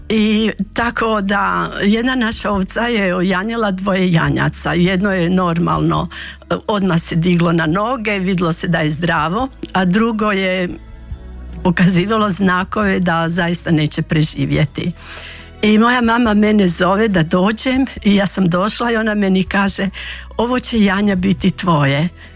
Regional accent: Grabovica, Federation of Bosnia and Herzegovina, Bosnia & Herzegovina; Ja sam rođena u Grabovici, znači općina Tomislavgrad.

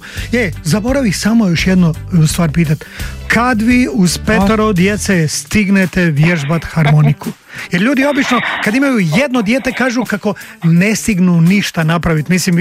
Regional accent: Bosanska Posavina, Bosnia & Herzegovina; born there; sam rođen u Bosanskoj Posavini

